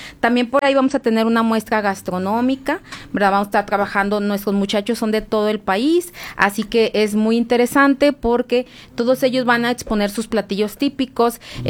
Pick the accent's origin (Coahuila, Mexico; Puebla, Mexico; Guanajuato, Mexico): Coahuila, Mexico; somos coahuilenses